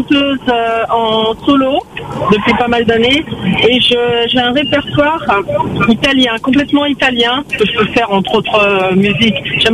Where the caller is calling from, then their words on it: Réunion; moi, je suis à moitié italienne, mais réunionnaise en même temps. Je suis moitié-moitié. Et donc, tous les ans, je vais en Italie voir ma famille italienne et je passe le reste de l'année sur l'île de la Réunion.